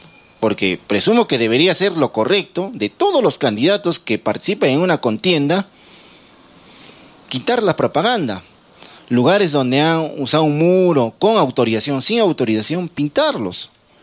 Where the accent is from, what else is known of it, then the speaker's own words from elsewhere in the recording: Arequipa, Peru; si bien nosotros somos de la Ciudad Blanca o radicamos acá en la Ciudad Blanca